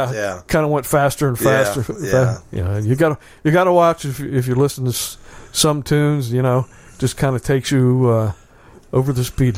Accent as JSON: {"language": "English", "town": "Wheeling", "region": "West Virginia", "country": "United States", "tie": "born or raised there", "said": "I grew up on Wheeling Island."}